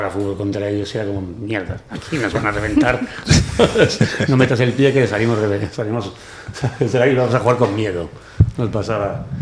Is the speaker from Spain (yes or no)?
yes; Ferrol, Galicia, Spain; Pero aquí somos todos de Ferrol, así que no. O sea, y comarca.